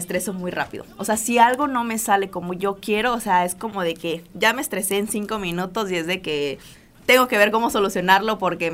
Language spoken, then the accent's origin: Spanish; Chiapas, Mexico; O sea, ¿tú crees que yo no soy de Chiapas?